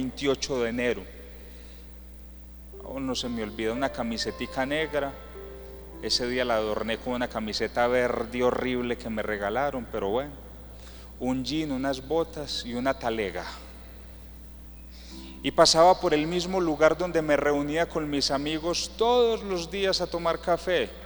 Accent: Amagá, Antioquia, Colombia; moved away; El nuevo párroco de Amagá, mi pueblo

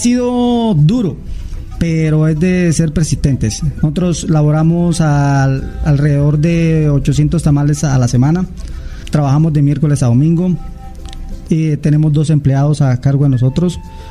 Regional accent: Santa Marta, Magdalena, Colombia; de Santa Marta, sí, señor.

